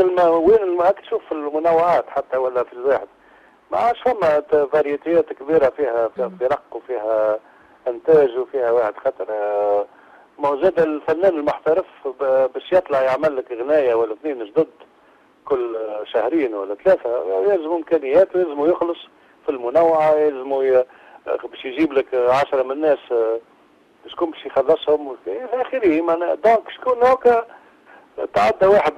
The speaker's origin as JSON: {"language": "Arabic", "town": "Gafsa", "region": "Gafsa Governorate", "country": "Tunisia", "tie": "born or raised there", "said": "هذيك ذكريات نتاع طفولة قفصة، نتاع طفولتي في قفصة"}